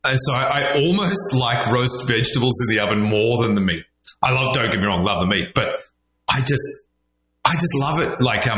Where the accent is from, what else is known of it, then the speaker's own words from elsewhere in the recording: Australia; accent: Australian; obviously I'm Australian, as you can tell by my glorious accent.